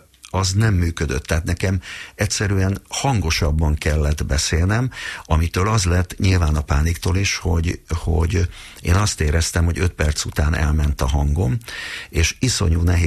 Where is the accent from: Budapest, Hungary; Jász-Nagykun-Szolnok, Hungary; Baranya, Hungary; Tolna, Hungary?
Budapest, Hungary; És hogy én ugyanott nőttem fel Pesterzsébeten, ahol a Gáborék is laktak.